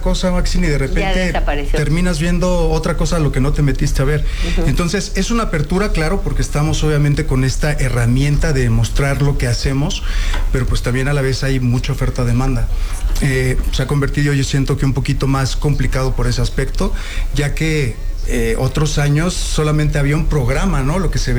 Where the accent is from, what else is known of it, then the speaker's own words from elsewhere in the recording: Veracruz, Mexico; Mucha gente no piensa que soy mexicano, mucha gente piensa que soy cubano.